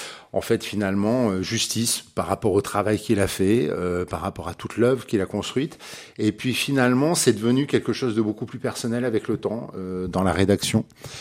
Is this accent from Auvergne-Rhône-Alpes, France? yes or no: yes; Auvergne-Rhône-Alpes, France; nous sommes des taiseux, hein, on est des Auvergnats, de la campagne, de la montagne